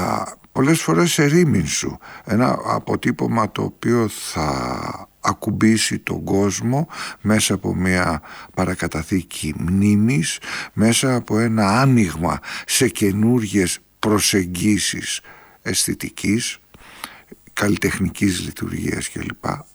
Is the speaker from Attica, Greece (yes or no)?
yes; Piraeus, Attica, Greece; Μεγάλωσα, έζησα στον Πειραιά, σε μια γειτονιά του Πειραιά, πολύ συγκεκριμένη γειτονιά, με συγκεκριμένα χαρακτηριστικά, στην Παλιά Κοκκινιά.